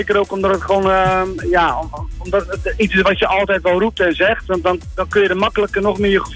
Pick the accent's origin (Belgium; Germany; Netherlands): Netherlands; Rotterdam, South Holland; Ik kom uit Rotterdam.